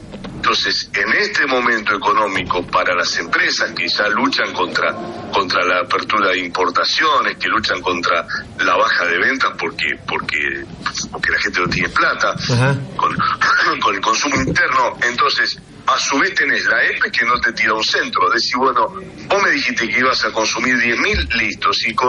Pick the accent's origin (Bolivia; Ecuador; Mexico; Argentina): Argentina; Santa Fe; Los santafesinos estamos pagando.